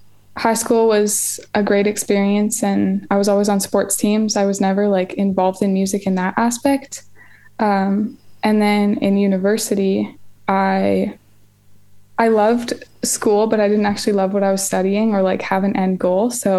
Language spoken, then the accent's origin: English; Ottawa, Ontario, Canada; I grew up in Ottawa, Ontario, so the capital. And I've been here all 23 years.